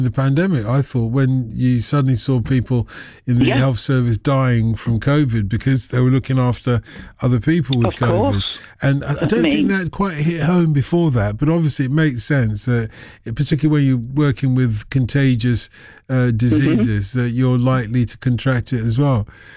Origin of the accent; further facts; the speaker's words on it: United Kingdom; we're British